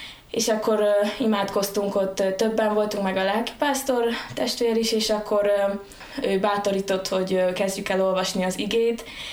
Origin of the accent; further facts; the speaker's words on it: Szilágyvalla, Sălaj, Romania; now in Cluj-Napoca, Romania; Hát én Szilágyságból származom, Zila mellett egy faluból, Szilágyvalláról. Nagy családban születtem, haton vagyunk testvérek